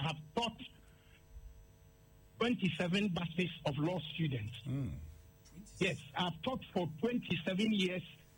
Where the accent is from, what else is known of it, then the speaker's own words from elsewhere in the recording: Ghana; moved away as an adult; It means that after graduation, I should come to my home country and stay for at least 2 years before I can come back.